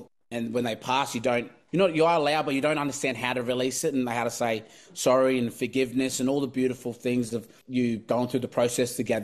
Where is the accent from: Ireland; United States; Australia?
Australia; Cairns, Queensland; English is a second language; also born or lived in Goroka, Eastern Highlands, Papua New Guinea; I sort of grew up in Cairns. So for me, it was very tough, man. As for you guys, you know, like I grew up in Papua New Guinea. So when I first moved over to Cairns, I didn't know English.